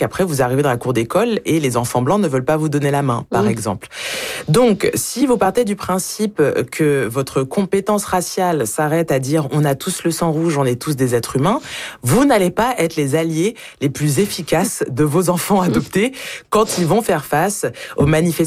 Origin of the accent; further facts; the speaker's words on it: France; born there; moi je suis née sous X en France